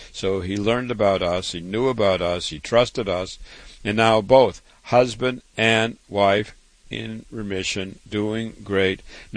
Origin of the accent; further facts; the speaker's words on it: Waterloo, Iowa, United States; I was born and raised in Waterloo, Iowa, home sweet home.